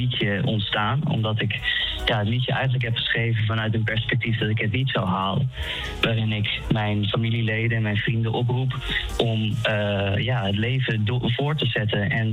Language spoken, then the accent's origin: Dutch; Drenthe, Netherlands; Ik denk dat ik ben een echte Drent, maar je kunt mij niet echt omschrijven als heel nuchter.